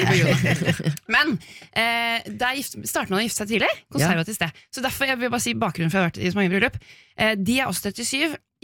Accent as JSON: {"language": "Norwegian", "region": "Oslo", "country": "Norway", "said": "For jeg er fra Oslo Vest"}